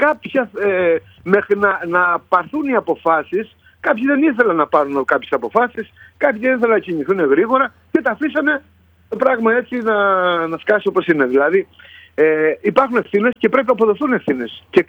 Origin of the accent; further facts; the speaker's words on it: Lasithi, Crete, Greece; νιώθω υπερήφανος που είμαι από το Λασίθι